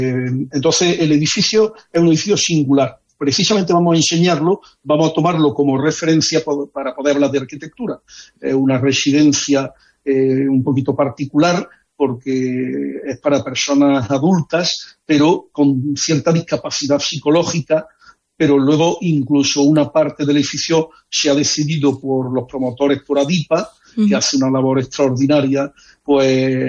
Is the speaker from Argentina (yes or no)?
no; Antequera, Andalusia, Spain; los tres somos residentes de Antequera